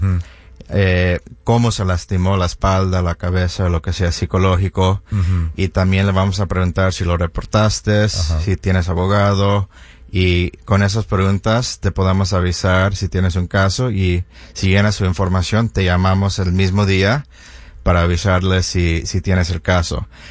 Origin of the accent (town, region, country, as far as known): Mexico